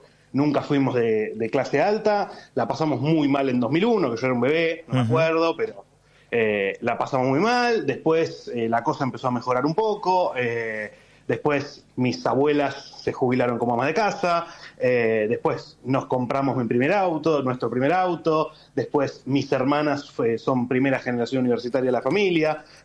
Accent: La Matanza, Buenos Aires Province, Argentina; moved away as an adult; now in Buenos Aires, Argentina; Sí, yo soy de La Matanza, de La Matanza, más específicamente. Ahora ya hace igual un par de años que vivo acá en Capital.

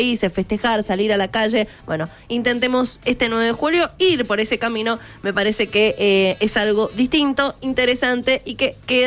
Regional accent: Argentina; argentino uno es todos los días

